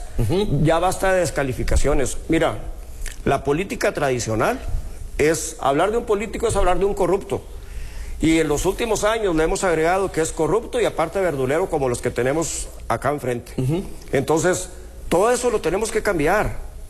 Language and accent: Spanish; Piedras Negras, Coahuila, Mexico